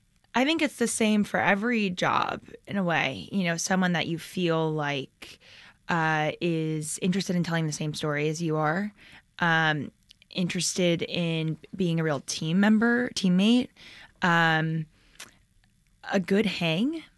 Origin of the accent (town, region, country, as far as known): Michigan, United States